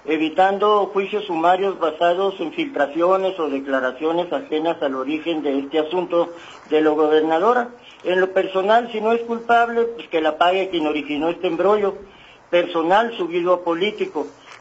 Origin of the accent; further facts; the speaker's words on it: Mexico; Todos somos mexicanos, todos tenemos ese derecho.